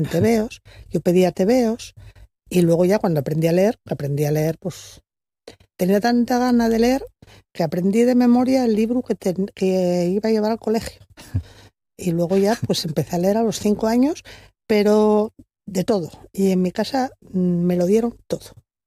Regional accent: Gijón, Asturias, Spain; also born or lived in El Llano, Gijón; Yo nací en el Llano, en la calle María Josefa. Y viví ahí hasta los 3 años. A los 3 años fui a vivir a Les 1500. Sí. Yo soy de Pumarín

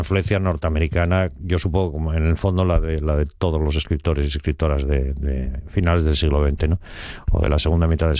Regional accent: Spain; yo confieso que como español no siempre pillo en qué momento

